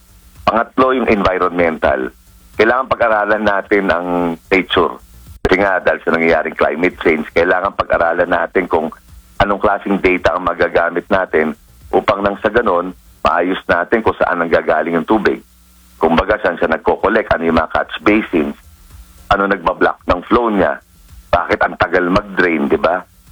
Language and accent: Tagalog; Parañaque, Metro Manila, Philippines; sa amin sa Paranaque, asinan to eh, before.